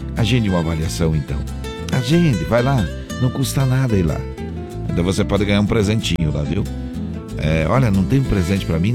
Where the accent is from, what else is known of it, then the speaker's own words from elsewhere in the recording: São Valentim, Rio Grande do Sul, Brazil; born there; also born or lived in Rodeio Bonito; Eu nasci no Rodeio Bonito, daí vim morar no interior de São Valentim, na costa do Rio Passo Fundo, ali para a região do Faxinalzinho.